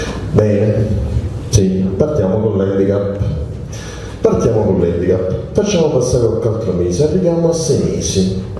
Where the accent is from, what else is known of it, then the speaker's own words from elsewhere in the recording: Trentino-Alto Adige, Italy; Non sono di Taranto, io vengo dal Trentino Alto Adige, come si comprende dal mio accento.